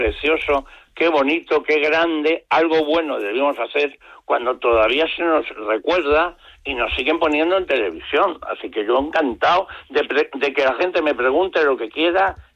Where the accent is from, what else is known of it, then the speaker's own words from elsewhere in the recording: Brazatortas, Castilla-La Mancha, Spain; internado de los salesianos donde me crié, allí en esto, ¿cómo se llama? En Ciudad Real, pues yo soy de Ciudad Real